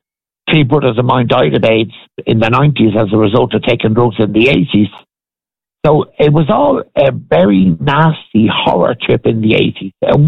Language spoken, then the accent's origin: English; Leinster, Ireland; I came from Dolphin's Barn. Yeah. And I came from Michael's Estate. And they were riddled with heroin.